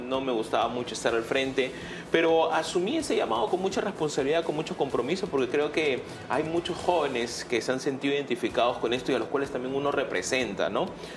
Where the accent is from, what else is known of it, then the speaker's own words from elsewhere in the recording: Lima, Peru; Mi mamá llegó con 2 niños, yo tenía 5 años, mi hermana tenía 4. Y bueno, crecí en Villa El Salvador, en medio de muchas carencias, muchas dificultades.